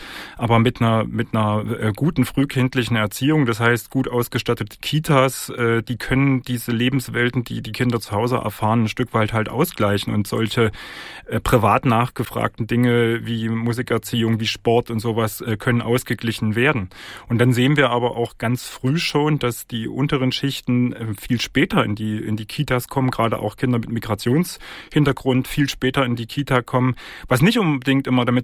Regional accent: Thuringia, Germany; Also ich komme selber aus Thüringen, wo wir an jeder Schule einen Schulhort haben

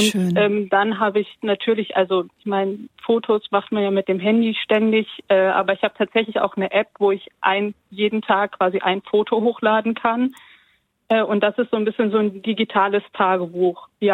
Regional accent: Wuppertal, North Rhine-Westphalia, Germany; Ich muss ja aber korrigieren, ich komme zwar aus Wuppertal, aber ich bin aktuell in Rom tatsächlich.

